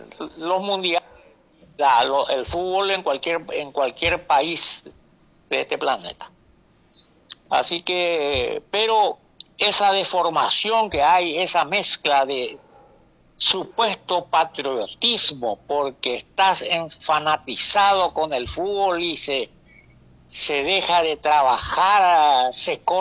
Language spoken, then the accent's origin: Spanish; Paraguay